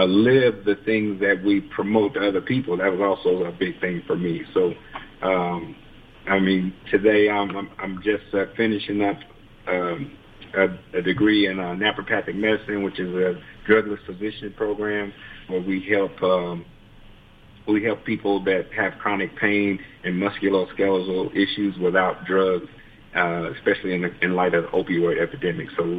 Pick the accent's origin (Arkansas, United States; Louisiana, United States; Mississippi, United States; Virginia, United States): Arkansas, United States; Kensett; I'm from Kensett, Arkansas, originally. So some people may not know where Kensett is. Born and raised there.